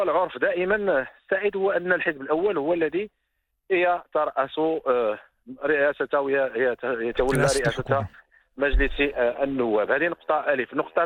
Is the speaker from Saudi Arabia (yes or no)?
no; Morocco; نحن مغاربة ونعيش